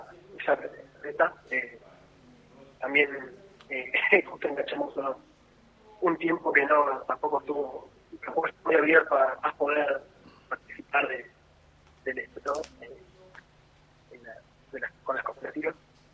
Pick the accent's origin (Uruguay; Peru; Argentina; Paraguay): Argentina; Buenos Aires Province; somos de acá, de Buenos Aires, de la región, pero sí, somos desparramaditos acá cerquita, por lo menos.